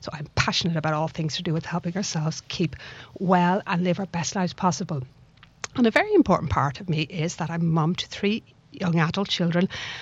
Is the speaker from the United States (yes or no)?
no; Dublin, Leinster, Ireland; accent: Dublin; moved away as an adult; now in Liverpool, United Kingdom; my accent doesn't come from the heart of Liverpool. It comes from another lovely town across the Irish Sea called Dublin. But I've been living here in Liverpool for the last 20, 25 years now